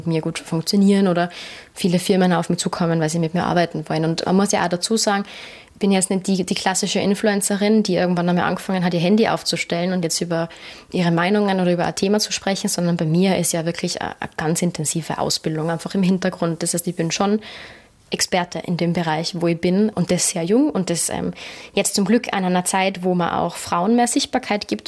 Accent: Kufstein, Tyrol, Austria; Ich bin ja wirklich aufgewachsen im Wirtshaus.

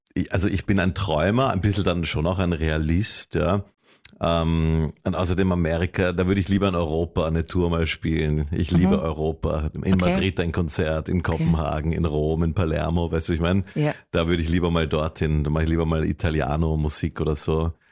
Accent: Vienna, Austria; Ich bin in Wien aufgewachsen. Mit 2 Schwestern und Eltern, wie viele.

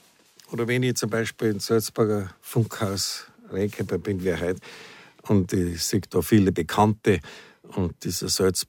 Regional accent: Berlin, Germany; Die ganzen ausländischen Filme, was da synchronisiert werden bei uns, das sind als Berliner, dass man nicht falsch versteht.

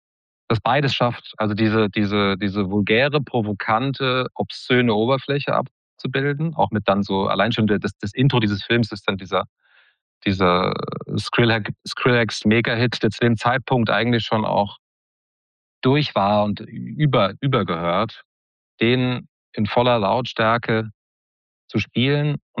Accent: Maintal, Hesse, Germany; Da gab es in Maintal, wo ich aufgewachsen bin, bei Frankfurt, absurderweise die beste Skatehalle Europas

